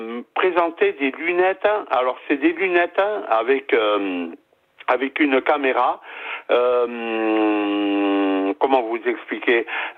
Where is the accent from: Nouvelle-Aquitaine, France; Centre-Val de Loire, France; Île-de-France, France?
Nouvelle-Aquitaine, France; now in Bordeaux, France; ça fait 21 ans que j'habite à Bordeaux, mais je suis originaire du Béarn, à côté de Pau.